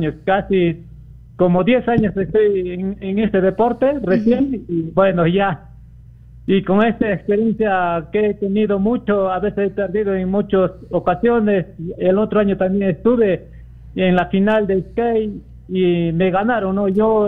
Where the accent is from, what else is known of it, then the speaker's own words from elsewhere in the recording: Arequipa, Peru; un saludo desde aquí de mi pueblo Ayahuasca, del departamento de Arequipa